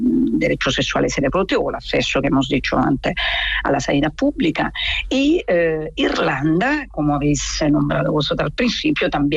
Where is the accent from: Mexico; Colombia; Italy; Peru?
Italy; Spanish is a second language; Como se puede notar de mi acento, yo soy italiana.